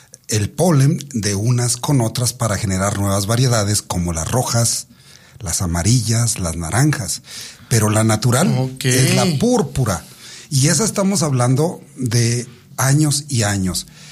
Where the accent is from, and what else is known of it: Mexico